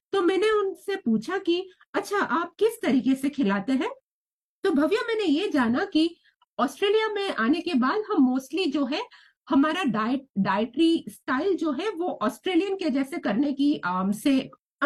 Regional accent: Mumbai, Maharashtra, India; moved away; जो मैं मुंबई से आती हूँ

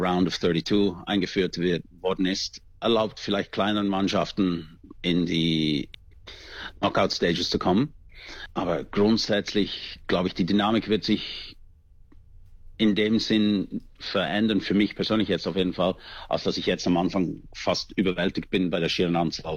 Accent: Switzerland; Als Schweizer

